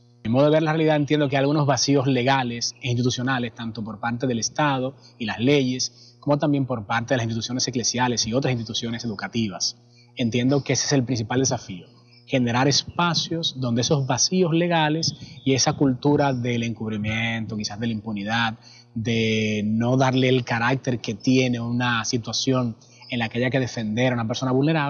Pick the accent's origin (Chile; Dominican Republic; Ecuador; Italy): Dominican Republic